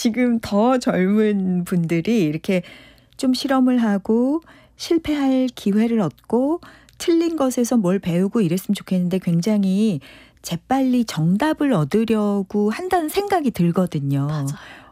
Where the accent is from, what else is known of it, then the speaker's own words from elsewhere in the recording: Seoul, South Korea; born there; 저도 서울에서 태어났는데 아직 대한민국에 못 가본 곳이 굉장히 많고